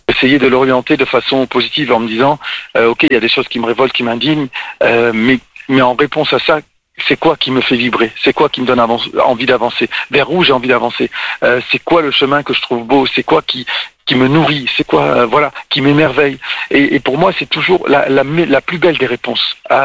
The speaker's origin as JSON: {"language": "French", "country": "France", "tie": "born or raised there", "said": "si on prend la France, je suis né, j'ai grandi en France, c'est un pays magnifique"}